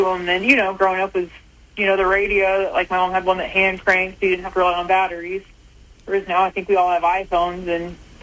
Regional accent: Texas, United States; Granted, like, I grew up in Texas.

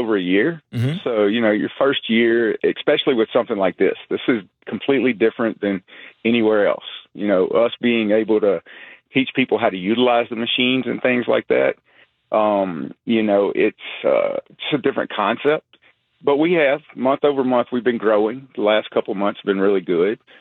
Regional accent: Louisiana, United States; now in Kenosha, United States; I'm originally from Louisiana.

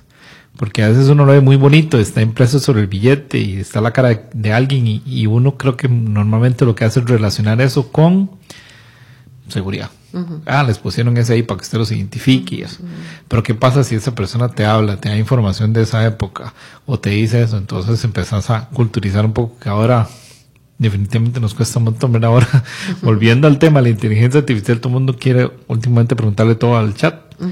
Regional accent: San Carlos, Alajuela, Costa Rica; Bueno, yo soy de San Carlos

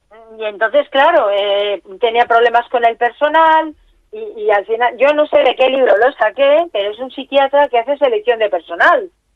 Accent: L'Hospitalet de Llobregat, Catalonia, Spain; Bueno, ya habréis notado que tengo el acento de aquí, ¿no?

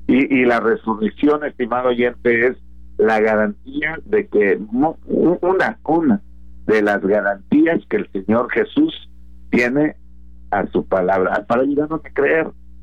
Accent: Nezahualcóyotl, State of Mexico, Mexico; now in Ixtapaluca, Mexico; yo soy de Nesa, ¿verdad? Y muchos, ahora ya vivo acá en la zona de Iztapaluca, pero muchos años, estimado oyente, en Nesa

